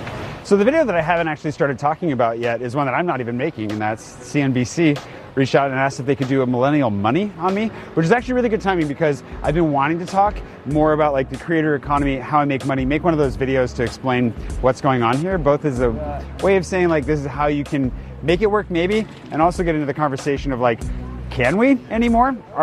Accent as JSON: {"language": "English", "town": "Pullman", "region": "Washington", "country": "United States", "tie": "born or raised there", "moved": "as an adult", "lives_now": "Paris, France", "said": "I grew up in Pullman, Washington, a university town in eastern Washington so close to Idaho that you could hit it with a potato. The downside was that there was nothing to do except party and drink, which is unfortunately what the town is known for"}